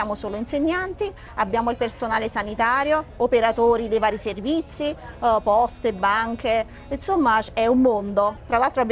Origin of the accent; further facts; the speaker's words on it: Procida, Campania, Italy; Ho avuto una breve esperienza anche a Roma, però poi ho deciso di ritornare nella mia terra. E quando ho deciso di ritornare nella mia terra, dovevo mettere in conto che il mio percorso, per raggiungere il lavoro doveva includere anche una strada diversa, quella del mare. E quindi, quando sono ritornata a Procida